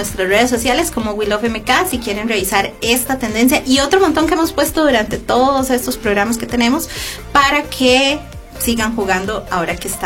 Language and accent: Spanish; Costa Rica; como ticos tenemos que juntar tres fotos.